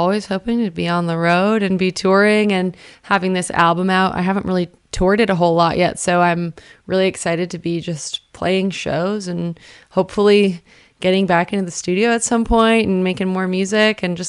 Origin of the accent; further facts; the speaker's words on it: Calgary, Alberta, Canada; moved away as an adult; now in United States; I grew up in Calgary, Alberta.